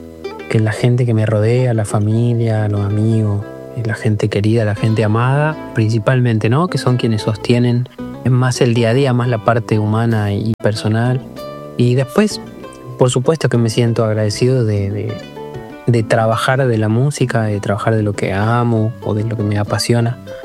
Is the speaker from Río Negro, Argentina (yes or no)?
no; San Salvador de Jujuy, Jujuy, Argentina; de haber nacido y crecido en Jujuy, que ya de por sí es como una sociedad muy musical y se vive mucho la música todavía en algunos espacios en la calle, en algunos espacios.